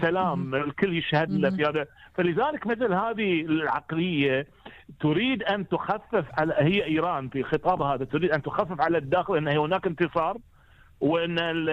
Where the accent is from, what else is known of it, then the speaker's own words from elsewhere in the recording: Bahrain; أنا مقيم في البحرين، أنا مواطن بحريني أصلي ومقيم في البحرين